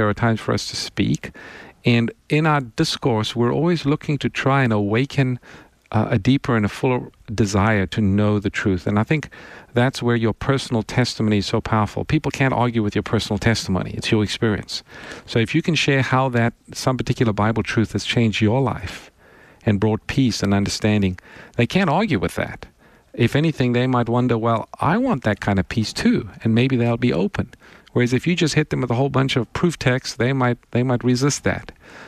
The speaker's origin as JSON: {"language": "English", "country": "South Africa", "tie": "born or raised there", "said": "I'm from South Africa, grew up there, and we spent time in the mission field."}